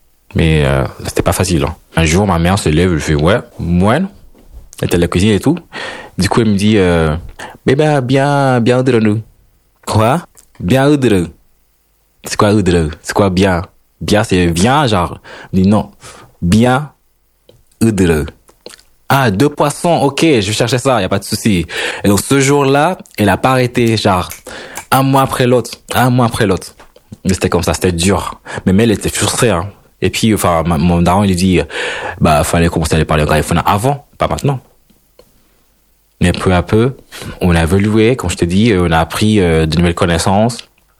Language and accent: French; Honduras; moved away as an adult; also born or lived in Guatemala / Uruguay / Greece / United Kingdom; now in France; Donc, la plupart de mon enfance, je l'ai fait en Sambocric, en Honduras. Et puis après, on a quitté l'Honduras.